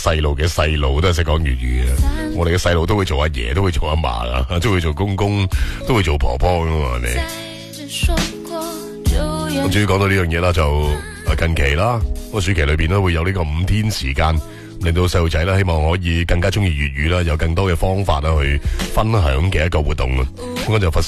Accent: Guangdong, China; 我哋广府人

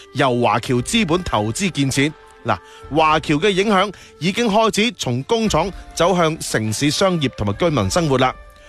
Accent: Guangdong, China; 西樵山是我们广东有名的风景名胜

